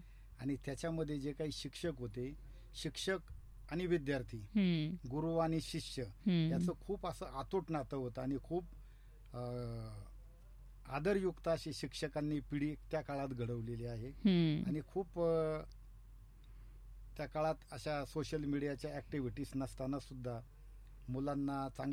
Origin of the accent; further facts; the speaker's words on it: Hasnapur, Maharashtra, India; मी proper Shevgaon तालुक्यातला हसनापूर गाव हे जे म्हणजे आवर्षण प्रवण क्षेत्रात मोडणारं गाव आहे आणि ऊस तोडणी कामगारांचा मुलगा आहे.